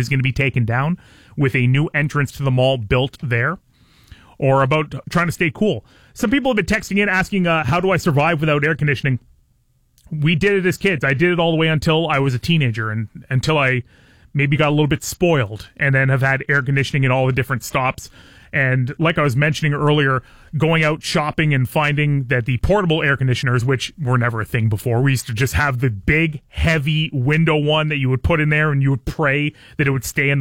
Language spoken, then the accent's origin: English; Belle River, Ontario, Canada; also born or lived in Puce, Ontario; growing up in Puce or growing up in Bell River